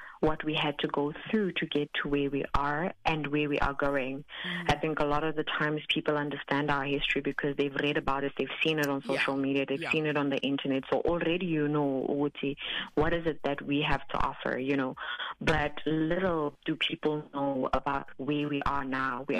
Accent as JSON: {"language": "English", "town": "Soweto", "region": "Gauteng", "country": "South Africa"}